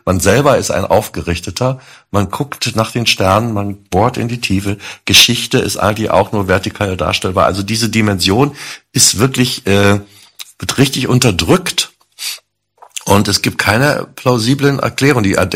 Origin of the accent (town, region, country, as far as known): Berlin, Germany